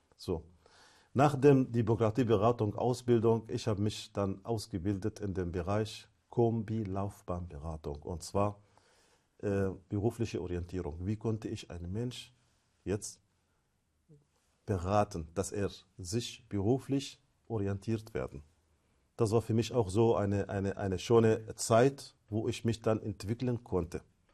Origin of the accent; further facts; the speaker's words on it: Syria; German is a second language; moved away as an adult; now in Germany; weil ich eine Syrer bin, ich komme aus Syrien.